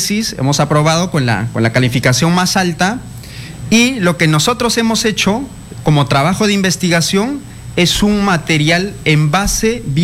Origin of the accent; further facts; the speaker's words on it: Peru; born there; moved away; En Chumbes, en la comunidad donde yo nací.